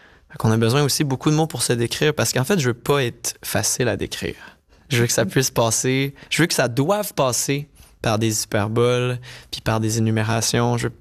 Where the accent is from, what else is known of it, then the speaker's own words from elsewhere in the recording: Saint-Hyacinthe, Quebec, Canada; je viens de Saint-Hyacinthe au Québec, au Canada.